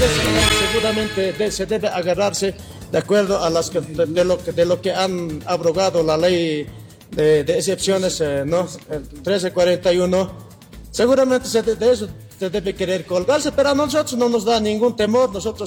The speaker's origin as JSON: {"language": "Spanish", "country": "Bolivia", "said": "Nosotros somos pueblo bolivianos también"}